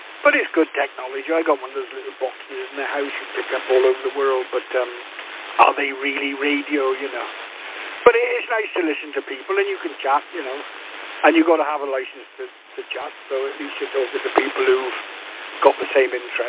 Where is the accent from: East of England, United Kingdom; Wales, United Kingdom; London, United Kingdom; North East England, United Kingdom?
Wales, United Kingdom; I'm from South Wales.